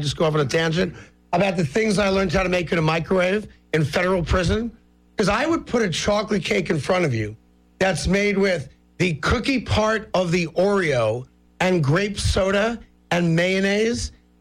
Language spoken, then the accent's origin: English; East Coast, United States; we played it as kids growing up in the 70s on the East Coast, right?